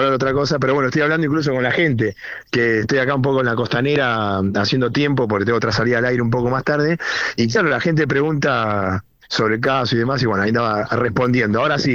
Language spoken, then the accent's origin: Spanish; Buenos Aires, Argentina; No, yo soy de Lugano.